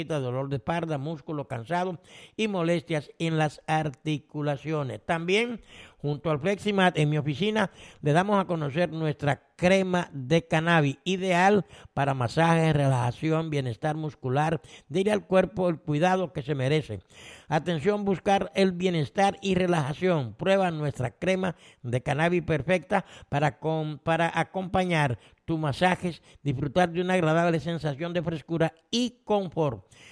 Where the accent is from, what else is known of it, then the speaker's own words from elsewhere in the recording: Buenaventura, Valle del Cauca, Colombia; Soy de aquí, de Buenaventura. Hace 2 años que me fui para Chile.